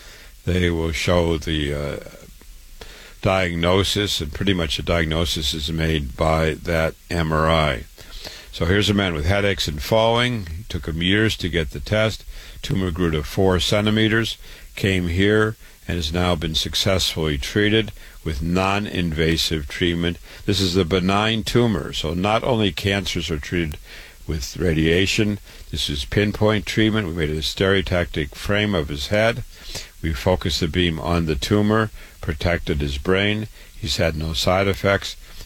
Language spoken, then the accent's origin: English; Waterloo, Iowa, United States; born or raised there